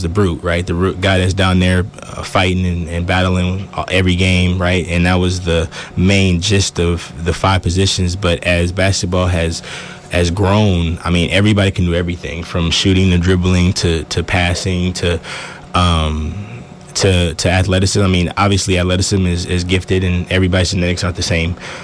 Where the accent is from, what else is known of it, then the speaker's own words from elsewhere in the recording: Texas, United States; moved away as an adult; also born or lived in Colorado; now in Alaska, United States; I've been born and raised in Texas. Texas my whole life. And then first time I actually got out of Texas was last year in Colorado. And then now I'm here in Alaska.